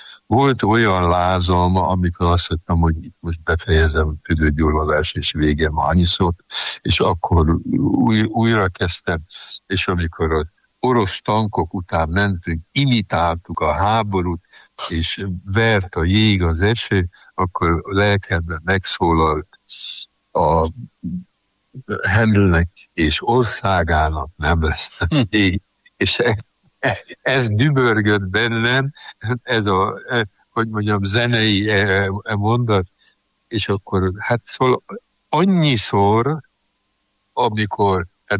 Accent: Sopron, Győr-Moson-Sopron, Hungary; hát most soproni vagyok

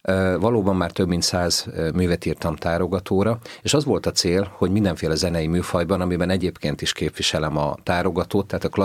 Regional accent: Tápiószele, Pest, Hungary; moved away as an adult; itt nőttem föl, gyermekkoromat itt töltöttem, igazából kamaszkoromat is, és egészen 20 éves koromig életvitelszerűen itt éltem Tápjószelén.

